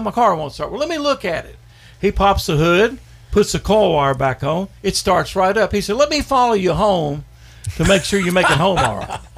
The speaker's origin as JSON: {"language": "English", "town": "Owensboro", "region": "Kentucky", "country": "United States", "tie": "born or raised there"}